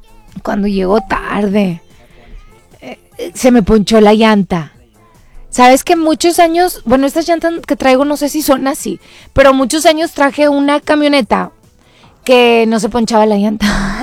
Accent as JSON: {"language": "Spanish", "country": "Mexico", "said": "Eso es algo que nos distingue siendo mexicanos."}